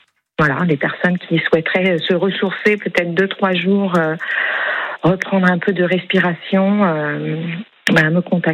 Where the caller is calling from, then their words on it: Pays de la Loire, France; je vous appelle depuis Saint-Pluche-sur-Loire, qui est une commune limitrophe de Nantes.